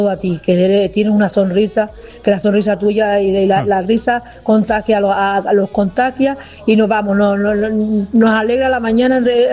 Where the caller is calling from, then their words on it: La Matanza de Acentejo, Canary Islands, Spain; de La Matanza